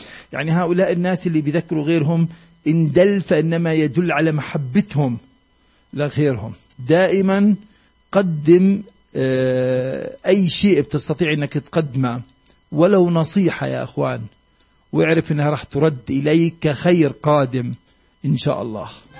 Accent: Palestine; لكن هذا هو واقعنا إحنا كفلسطينيين.

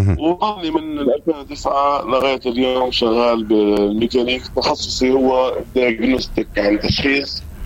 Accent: Farradiyya, Palestine; also born or lived in Lebanon; now in United Arab Emirates; أنا فلسطيني من مدينة فرادة إلى قضاء صفد. نعم. وطبعا احنا من فصيلة لبنان

